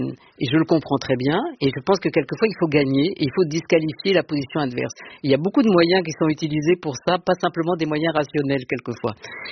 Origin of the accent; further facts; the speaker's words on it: Marseille, Provence-Alpes-Côte d'Azur, France; Je suis arrivée à Paris en 1972, parce que j'étais entrée à Normal Sup, je venais de Aix et de Marseille.